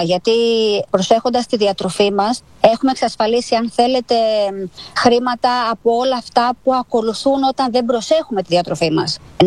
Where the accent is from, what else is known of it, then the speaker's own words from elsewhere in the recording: Greece; ειδικά εμείς που είμαστε Έλληνες και ζούμε σε μια χώρα